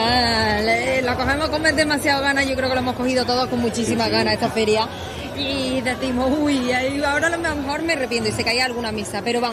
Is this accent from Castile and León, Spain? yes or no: no; Córdoba, Andalusia, Spain; Yo me he criado muy cerquita, la avenida Ollería, ahí en el Chimeneón, al lado.